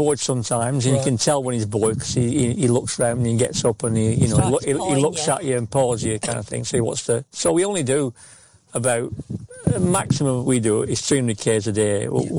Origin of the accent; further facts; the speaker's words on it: North West England, United Kingdom; We're from Lancashire.